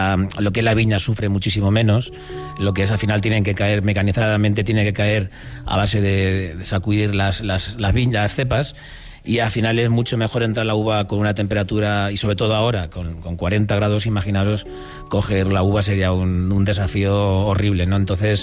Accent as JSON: {"language": "Spanish", "region": "Castilla-La Mancha", "country": "Spain", "tie": "born there", "said": "Una maravilla participar en vuestro programa, aquí de mi pueblo."}